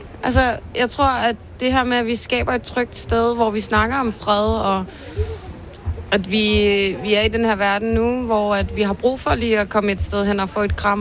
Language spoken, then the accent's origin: Danish; Greenland; som grønlænder, så tror jeg, at det betød enormt meget, at vi fik lov til at synge på grønlandsk